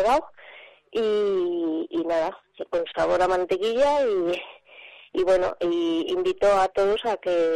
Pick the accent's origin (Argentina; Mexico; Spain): Spain; Cantabria; Somos cántabros